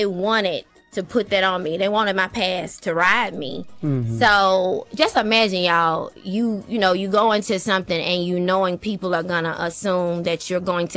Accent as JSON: {"language": "English", "town": "Memphis", "region": "Tennessee", "country": "United States", "said": "Yeah, and then I'm from Memphis. Like, we're like, you know, no nonsense."}